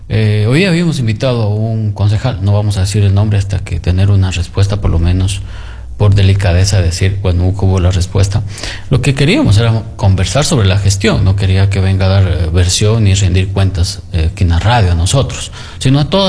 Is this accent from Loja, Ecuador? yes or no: yes; Loja, Ecuador; como ecuatorianos, porque somos parte de Ecuador.